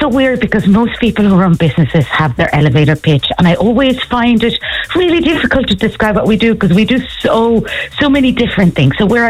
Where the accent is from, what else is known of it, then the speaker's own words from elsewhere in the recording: Monterrey, Nuevo León, Mexico; now in Dublin, Ireland; I'm from the northeast of Mexico, from a city called Monterrey. We're about 2.5 hours drive from the border with Texas. So it's very dry, very, very hot.